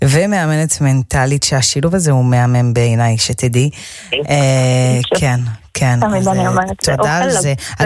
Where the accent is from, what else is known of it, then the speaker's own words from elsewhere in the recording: Jerusalem, Jerusalem District, Israel; אני בכלל ירושלמי